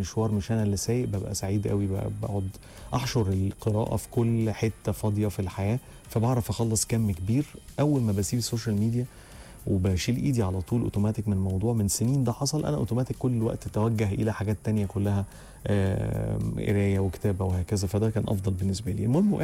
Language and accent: Arabic; Egypt; احنا دايما عندنا نظره كمصريين كده عامه